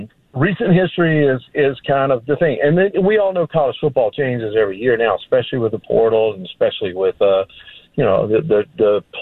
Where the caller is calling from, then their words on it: Georgia, United States; I'm from Georgia. I played football at Georgia Southern, and I'm a diehard.